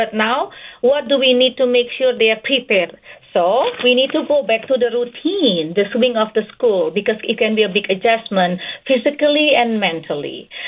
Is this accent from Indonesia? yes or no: yes; Indonesia; English is a second language; moved away as an adult; But I grew up in Indonesia. I did my medical school there and I did my residency here.